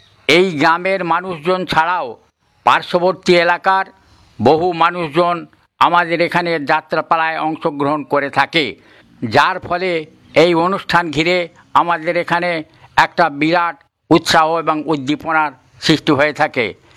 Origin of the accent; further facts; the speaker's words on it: Krishnanandapur, West Bengal, India; কম বয়সে আমরা এই গ্রামটাকে যা দেখেছি তার থেকে এখন অনেক উন্নতি হয়েছে